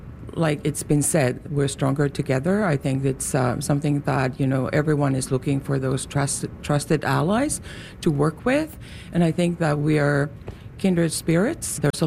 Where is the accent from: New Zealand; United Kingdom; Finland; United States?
Finland; Lapland; I'm actually from Lapland, and that's also a place where we get a lot of tourists.